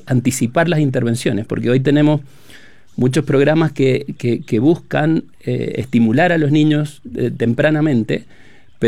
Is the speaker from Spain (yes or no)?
no; Argentina; moved away as an adult; now in Chile; ya soy, de hecho, sacaba la cuenta y ya tengo más tiempo viviendo en Chile que en Argentina, así que ya soy más chileno.